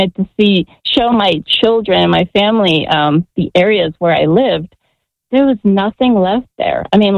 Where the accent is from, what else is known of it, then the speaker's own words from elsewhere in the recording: Poland; now in Chicago, United States; I emigrated from Poland in 1985 to Chicago, and we lived in the area of Jackowo, as we used to call it, St. Adalbert Parish.